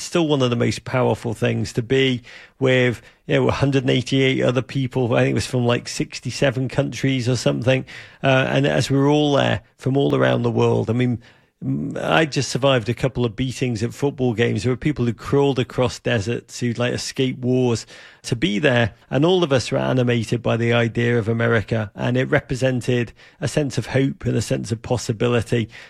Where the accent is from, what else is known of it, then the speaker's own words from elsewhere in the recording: Liverpool, North West England, United Kingdom; You know, I grew up in Liverpool at a time when the economy was terrible in Britain and the North was ravaged post-industrially.